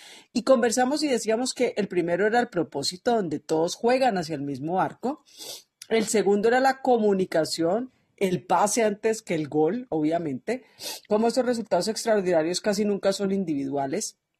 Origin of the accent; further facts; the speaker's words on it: Colombia; como buena colombiana y futbolera.